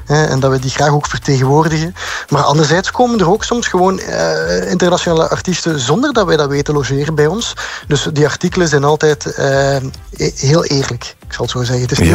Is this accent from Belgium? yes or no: yes; Ghent, Flanders, Belgium; Ik ben zelf heel fier als Gentenaar op onze stad.